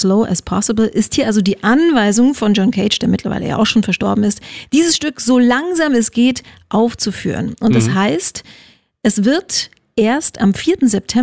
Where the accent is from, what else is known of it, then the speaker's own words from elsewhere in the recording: Halberstadt, Saxony-Anhalt, Germany; Allererster Linie, ich komme aus Halberstadt, wenn mich nicht alles täuscht.